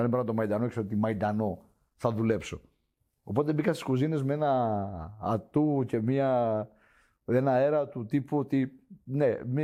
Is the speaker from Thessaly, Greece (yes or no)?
no; Crete, Greece; γιατί είναι η πόλη μου, μεγάλωσα. Εκεί που είναι το μαγαζί μου και ακριβώς μεγάλωσα.